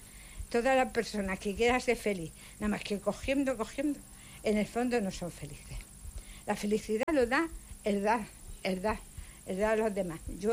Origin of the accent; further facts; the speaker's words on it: Linares, Andalusia, Spain; moved away as an adult; Luego cuando me vine aquí, ya hace 4 años, porque soy de Linares, de donde es … Andrés Segovia